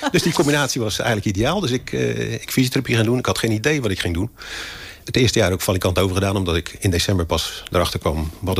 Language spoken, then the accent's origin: Dutch; Heusden, North Brabant, Netherlands; born there; moved away; also born or lived in Rozenburg; Geboren in Heusden, in Brabant. Daar zijn we, omdat mijn vader bij Verholmen werkte, dus een scheepsvaartbedrijf, gingen we uit Brabant naar hier naar Rotterdam, naar Rozenburg.